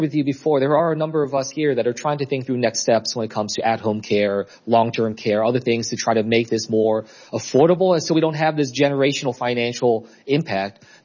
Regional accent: New Jersey, United States; It's something affecting my home state of New Jersey.

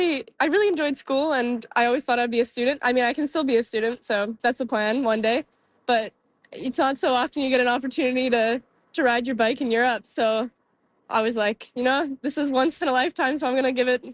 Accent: Fredericton, New Brunswick, Canada; born there; Yeah, I was born in Fredericton, and my mom is from Nova Scotia, so got some East Coast roots.

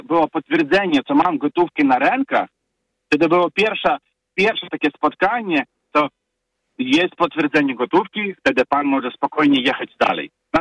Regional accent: Ukraine; Polish is a second language; now in Kraków, Poland; Teraz ja jestem pochodzeniem z Ukrainy i teraz mogę państwu kilka rzeczy powiedzieć.

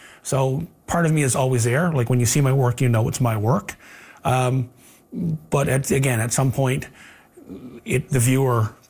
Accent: Flat Bay, Newfoundland and Labrador, Canada; now in St. John's, Canada; I'm an artist from Flat Bay, Newfoundland, and I currently live in St. John's, Newfoundland

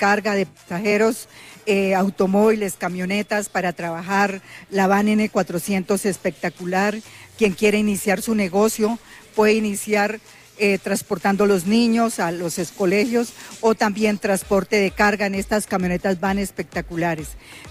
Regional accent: Maní, Casanare, Colombia; Yo soy de Maní Casanare.

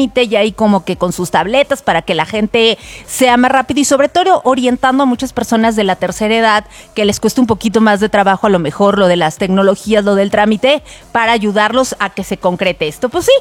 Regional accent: Mexico; Oye, y como buen mexicano, al último momento, sí, ¿no?

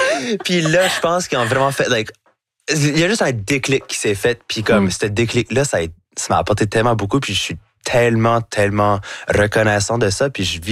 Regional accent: Canada; accent: Acadian (Chiac); j'ai un accent qui va jamais être neutre. So là, de complètement laisser ça aller, puis de faire tout ce que je fais avec mon accent, avec mon chiac. Pour moi, c'est comme, ah, ben, c'est bien plus fun parce que là, tout d'un coup, je peux comme apporter l'Acadie avec moi partout où j'y vais.

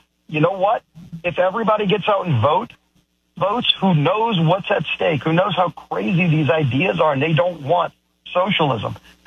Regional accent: New Orleans, Louisiana, United States; I mean, look, I come from New Orleans.

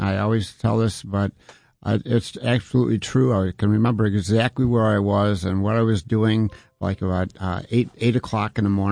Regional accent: Syracuse, New York, United States; I was from Syracuse and a new listener.

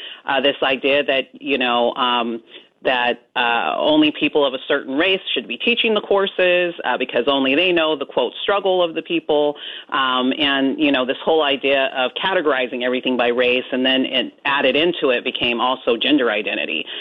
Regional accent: California, United States; my home state of California

